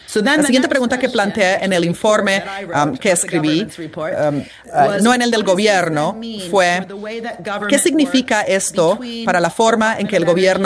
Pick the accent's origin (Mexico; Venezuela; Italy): Italy; Spanish is a second language; Puedo decirles que incluso en mi país, Italia, tenemos un problema de implementación.